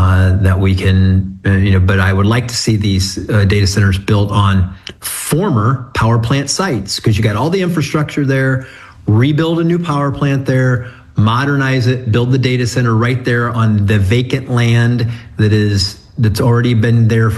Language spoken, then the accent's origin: English; United States; growing up in Williams County, the fair used to be very close to where my high school was